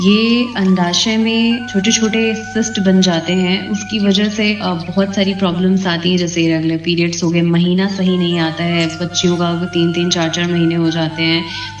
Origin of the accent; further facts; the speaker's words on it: Lucknow, Uttar Pradesh, India; और मैं लखनऊ से हूँ